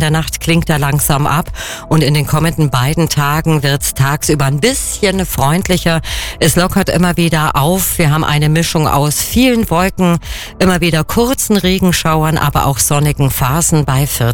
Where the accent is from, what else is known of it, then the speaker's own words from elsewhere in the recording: Allgäu, Germany; wir als Allgäuer